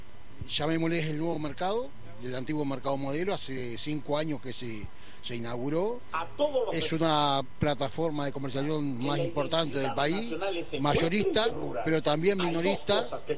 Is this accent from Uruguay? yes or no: yes; Canelones, Uruguay; yo soy de Canelones, pero particularmente de la zona de Cuchilla de Sierra, pegado a Melilla.